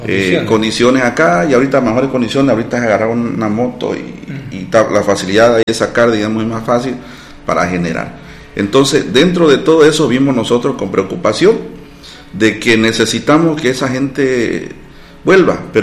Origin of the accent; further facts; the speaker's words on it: San Javier, Beni, Bolivia; Yo soy del municipio de San Javier.